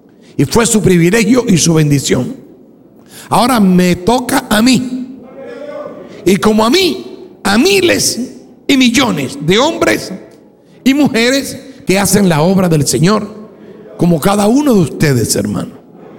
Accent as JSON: {"language": "Spanish", "country": "Cuba", "said": "Yo estuve preso 3 años por causa de predicar el Evangelio en mi país, en Cuba."}